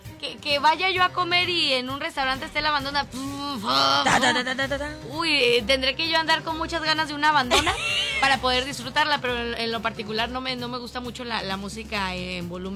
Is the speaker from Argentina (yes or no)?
no; Mexico; O sea, algo que digas, soy bien mexicano, pero esto, pues, no va mucho conmigo.